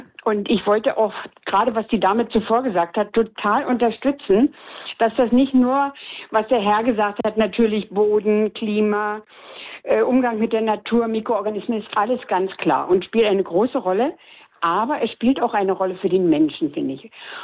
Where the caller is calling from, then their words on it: Germany; Aber ich selbst bin aus der DDR